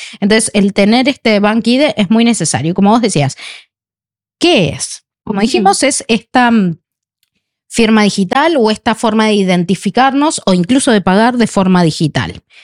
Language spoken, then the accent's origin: Spanish; Uruguay; moved away as an adult; also born or lived in Sweden; now in Norway; tu cédula de identidad, como le decimos en Uruguay